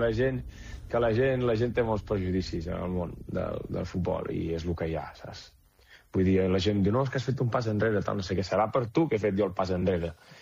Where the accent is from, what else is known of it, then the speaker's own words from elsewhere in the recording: Vic, Catalonia, Spain; jo soc de Vic, què vols, fill meu?